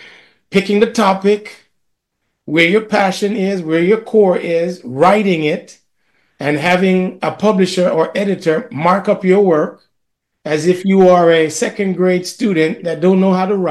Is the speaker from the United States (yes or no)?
no; Jamaica; and I'm from Jamaica, so I'm from one can argue a predominantly African country by descendants, if you will.